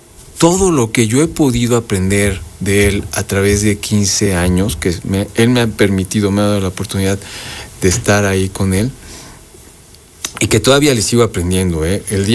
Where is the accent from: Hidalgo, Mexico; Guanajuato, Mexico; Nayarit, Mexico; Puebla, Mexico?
Puebla, Mexico; Soy orgullosamente poblano.